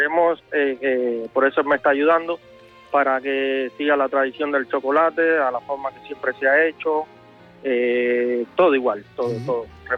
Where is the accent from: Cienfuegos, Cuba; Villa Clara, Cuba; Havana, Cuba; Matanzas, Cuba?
Havana, Cuba; yo vengo de La Habana, y ahí hay muchos locales así típicos